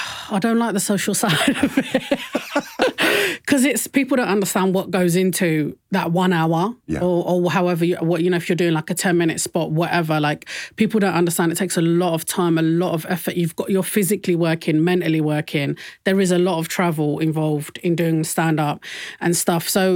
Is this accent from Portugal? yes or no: no; London, United Kingdom; accent: Cockney; Cockney, because I'm from East London.